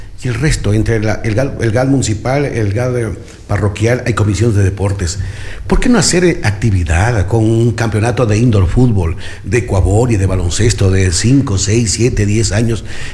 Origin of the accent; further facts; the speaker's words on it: Chuquiribamba, Loja, Ecuador; yo soy de Chuquibamba, por si acaso